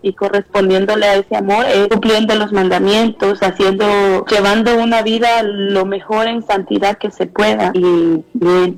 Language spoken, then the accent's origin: Spanish; El Salvador; born there; moved away; allá de donde yo soy, en El Salvador, caminábamos era mucho cerro, y caminábamos casi a la orilla de una quebrada o por caminitos angostitos.